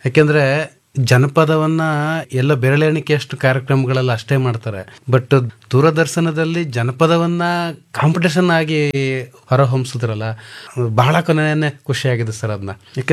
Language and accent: Kannada; Mandya district, Karnataka, India; ಮಂಡ್ಯ ಜಿಲ್ಲೆ ಮಂಡ್ಯ ತಾಲೂಕು ಬಿಗೌಡಗೆರೆ ಗ್ರಾಮದ ಸರ್.